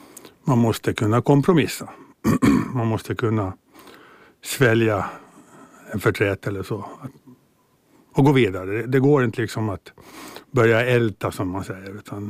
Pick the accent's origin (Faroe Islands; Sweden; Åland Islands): Åland Islands; Hammarland; also born or lived in Mariehamn; Jag är född i Hammarland och bor i Hammarland. Och har bott där egentligen hela mitt liv förutom några år när jag studerade